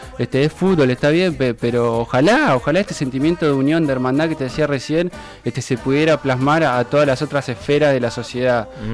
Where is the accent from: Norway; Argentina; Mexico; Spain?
Argentina; Está bien, pero no todos son fanáticos de … somos todos argentinos.